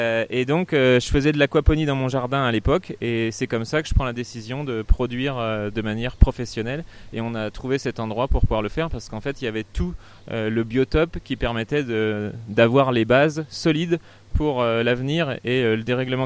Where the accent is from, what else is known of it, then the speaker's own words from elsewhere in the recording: Auvergne-Rhône-Alpes, France; Chez nous en Auvergne, partout où il y a de l'eau, on fait de l'élevage de truites.